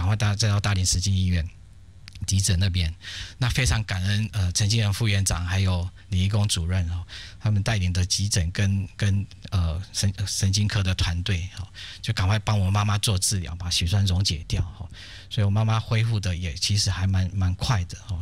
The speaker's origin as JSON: {"language": "Chinese", "region": "Tainan", "country": "Taiwan", "said": "那我妈妈跟我爸爸长期都住在台南这个地方，我是台南人。"}